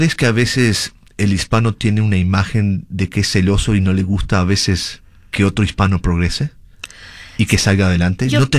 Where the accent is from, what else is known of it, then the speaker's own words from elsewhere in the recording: Uruguay; accent: sudamericano; moved away; yo soy de Uruguay, pero es un acento muy similar al argentino también.